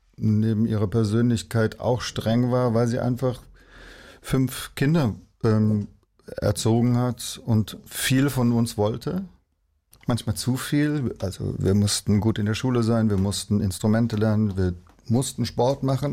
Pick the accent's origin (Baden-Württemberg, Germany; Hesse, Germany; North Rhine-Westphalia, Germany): Baden-Württemberg, Germany; Stuttgart; War Staatsanwalt und ist relativ früh nach Stuttgart versetzt worden. Und deswegen sind wir alle in Stuttgart aufgewachsen.